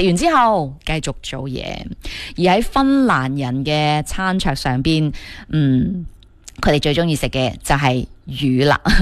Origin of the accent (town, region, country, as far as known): Guangdong, China